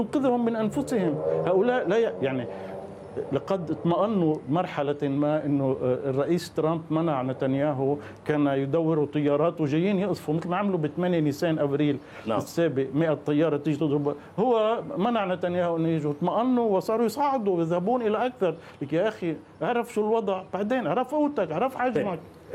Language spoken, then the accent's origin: Arabic; Lebanon; نحن كلبنانيين